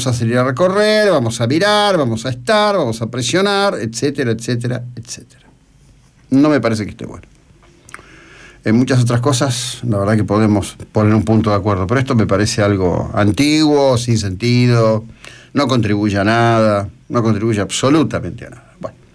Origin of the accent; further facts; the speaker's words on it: Argentina; somos argentinos